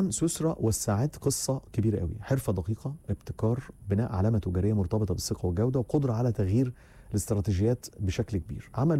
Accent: Egypt; انا هعمل حلقة كاملة عن مواعيدنا كمصريين بجد والله

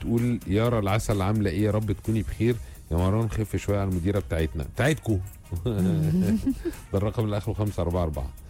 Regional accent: Mansoura, Dakahlia, Egypt; now in Frankfurt, Germany; معاكم في السكه من زمان في المانيا فرانكفورت, دلوقتي في اجازه في مصر في بلدي المنصوره بالاس

